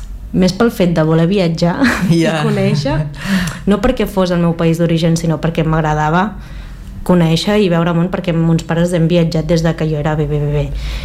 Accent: Changsha, Hunan, China; La diferència, sobretot, entre el meu poble d'origen, que és Changsha, i la capital de Beijing.

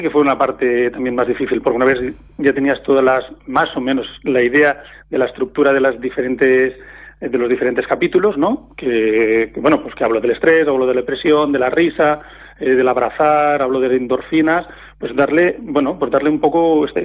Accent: Tarragona, Catalonia, Spain; yo soy de Tarragona y tampoco no puedo ir a ver a mis padres

